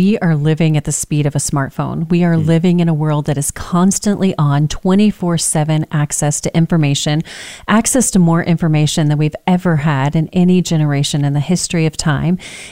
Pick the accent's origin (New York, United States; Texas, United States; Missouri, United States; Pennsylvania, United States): Texas, United States; Well, first of all, that I'm a little bit Southern. I'm a Texan, born and raised, and hence the mama.